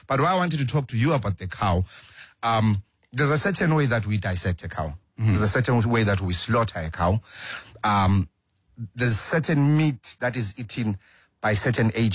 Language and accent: English; Transvaal, South Africa; born there; being a migrant worker in your own country is actually very weird because I was born in Transvaal. Mm. I was not born in Gauteng.